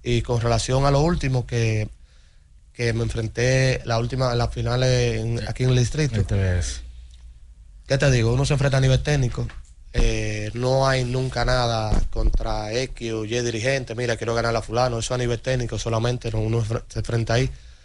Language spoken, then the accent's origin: Spanish; Santiago de los Caballeros, Santiago, Dominican Republic; yo soy de Santiago